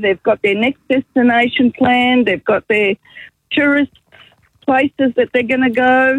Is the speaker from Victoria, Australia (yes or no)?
yes; Mildura, Victoria, Australia; I'm a farmer from Mildura.